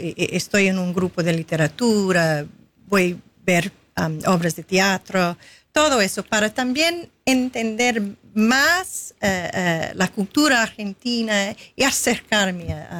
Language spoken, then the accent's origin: Spanish; Sydney, New South Wales, Australia; Spanish is a second language; moved away; also born or lived in South Australia; Bueno, yo nací en Sydney y yo viví en Sydney hasta a los 11 años. Después mi familia se trasladó al sur, South Australia.